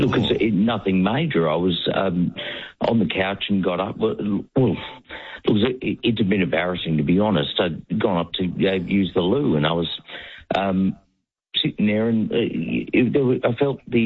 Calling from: the Dandenongs, Victoria, Australia; I'm calling from up in the Dandenongs.

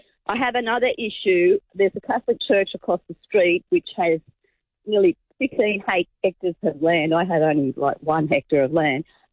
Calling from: Austral, New South Wales, Australia; Hi, I'm from Austral. I have 3 acres of land, which I've had since 87.

